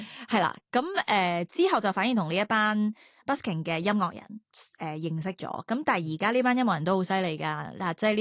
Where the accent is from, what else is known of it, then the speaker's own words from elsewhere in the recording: Canada; now in Hong Kong; 其实我细个喺加拿大嘅时候系歌唱比赛出身啦，然之后已经喺本地嘅一啲电视台做主持。